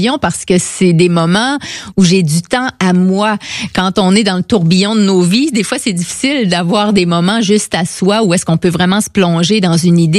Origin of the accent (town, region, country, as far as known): Quebec, Canada